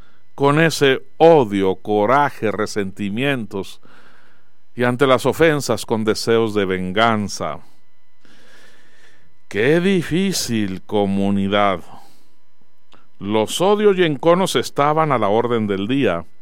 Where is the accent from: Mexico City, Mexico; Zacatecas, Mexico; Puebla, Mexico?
Zacatecas, Mexico; nuestro pueblo, nuestra sociedad zacatecana y nuestra sociedad mexicana